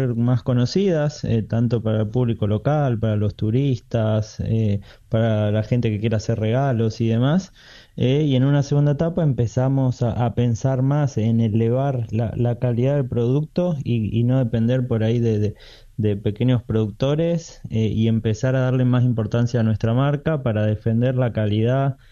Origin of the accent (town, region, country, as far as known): Tandil, Buenos Aires Province, Argentina; now in Buenos Aires, Argentina